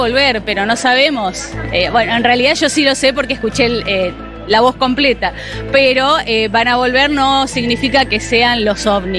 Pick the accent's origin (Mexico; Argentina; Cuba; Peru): Argentina; Lomas de Zamora, Buenos Aires Province; Soy de Lomas.